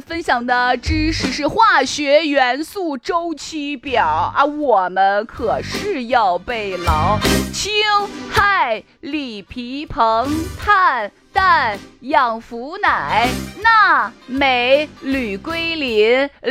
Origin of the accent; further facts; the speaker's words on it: Shaanxi, China; 可是你知道我们陕西人叫 baby， 叫 baby 死就是 baby， 就是伯父的意思。